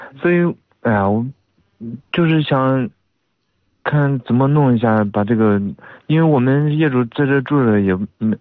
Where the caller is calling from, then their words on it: Yanhu District, Shanxi, China; 我是盐湖区的。